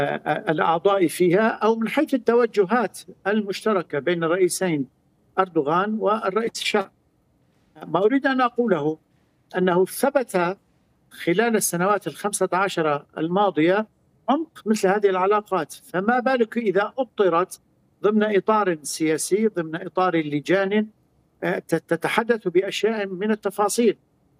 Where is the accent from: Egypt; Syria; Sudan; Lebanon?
Syria; بالنسبة إلينا كسوريين